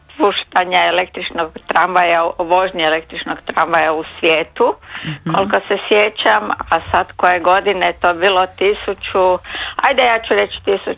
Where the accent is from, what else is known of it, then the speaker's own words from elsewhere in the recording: Bistra, Zagreb County, Croatia; now in Zagreb, Croatia; Ja sam iz Bistre, inače.